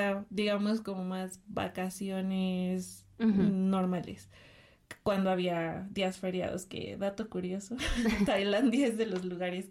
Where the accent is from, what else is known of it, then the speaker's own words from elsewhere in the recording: Mexico; moved away as an adult; also born or lived in Thailand; somos mexicanos